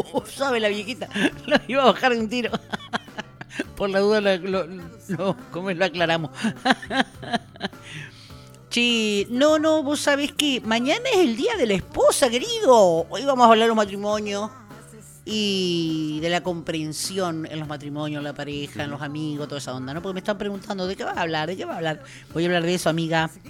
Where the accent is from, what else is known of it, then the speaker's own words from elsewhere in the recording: Argentina; Bueno, lo digo como argentino.